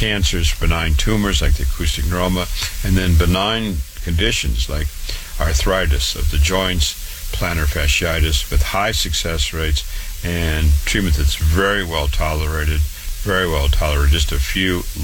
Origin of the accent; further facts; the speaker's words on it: Waterloo, Iowa, United States; born and raised in Waterloo, Iowa. Went to public school